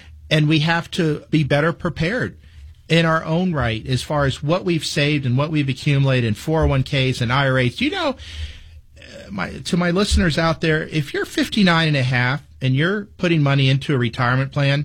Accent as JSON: {"language": "English", "town": "Palm Beach Gardens", "region": "Florida", "country": "United States", "tie": "born or raised there", "said": "I grew up in Palm Beach Gardens, Florida."}